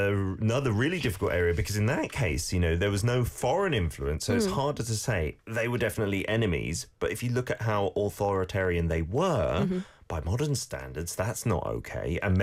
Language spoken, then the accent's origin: English; United Kingdom